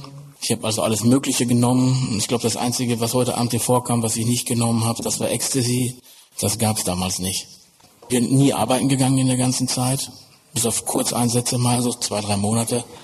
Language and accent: German; North Rhine-Westphalia, Germany; Ich bin aufgewachsen im Ruhrgebiet als Sohn eines Bergmanns